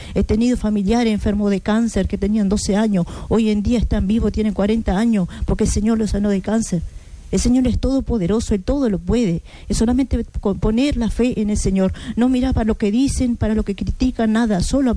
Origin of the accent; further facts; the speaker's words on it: Cerro Largo, Uruguay; moved away; Yo nomás que soy de Cerro Largo